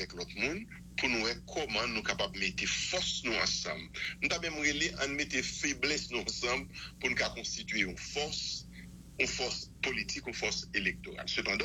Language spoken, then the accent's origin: French; Haiti; Mais nous dit en tant qu'haïtien, nous avons chita parler ensemble